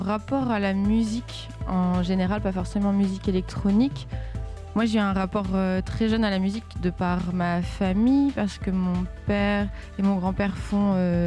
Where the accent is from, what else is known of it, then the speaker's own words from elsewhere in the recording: Normandy, France; moved away; je suis de Normandie